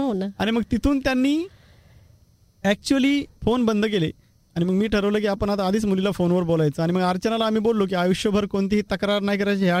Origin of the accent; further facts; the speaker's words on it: Maharashtra, India; महाराष्ट्रामध्ये परभणी जिल्ह्यामध्ये माझं छोटं गाव आहे. आणि गावामध्ये माझं सगळं शिक्षण झालं.